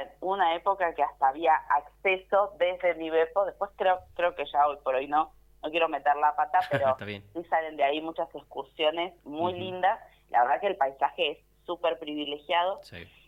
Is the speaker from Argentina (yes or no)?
yes; El Calafate, Santa Cruz, Argentina; moved away as an adult; also born or lived in Buenos Aires; también soy nacida y criada en este pueblo, conozco a muchos de los personajes que aparecen.